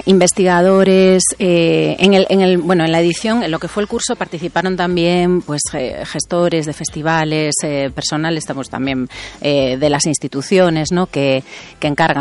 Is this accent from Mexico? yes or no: no; Ferrol, Galicia, Spain; yo soy de Ferrol.